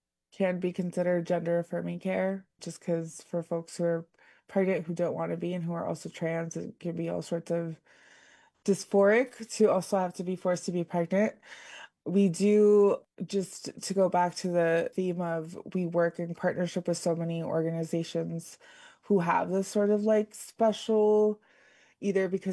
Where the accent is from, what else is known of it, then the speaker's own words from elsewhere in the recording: Texas, United States; I'm from the Rio Grande Valley, and so moved back there after college.